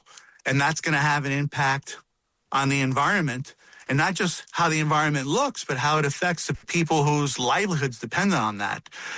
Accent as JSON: {"language": "English", "town": "New York City", "region": "New York", "country": "United States", "tie": "born or raised there", "said": "I grew up in New York."}